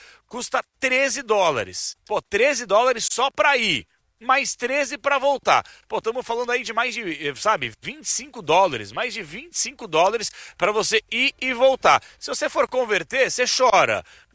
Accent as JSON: {"language": "Portuguese", "country": "Brazil", "said": "Eu falei, sou do Brasil, o que você está fazendo aqui?"}